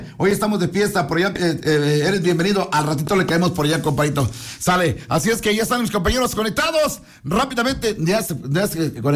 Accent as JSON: {"language": "Spanish", "region": "Oaxaca", "country": "Mexico", "said": "somos de Oaxaca"}